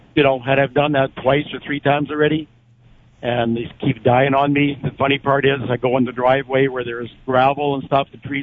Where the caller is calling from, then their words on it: Melfort, Saskatchewan, Canada; Hey, I'm calling from Melfort, but I do have a property at Candle Lake